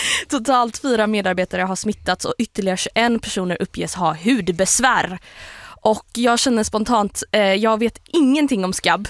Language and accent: Swedish; Gothenburg, Västra Götaland County, Sweden; vi ska tillbaka till min hemstad, GBG.